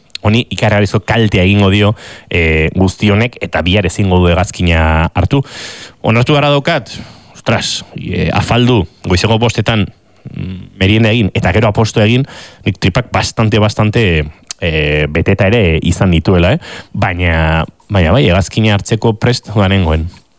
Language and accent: Basque; Spain; Bat, ni naiz espainola, ni euskalduna naiz, hau espainola, eta esan egon noski.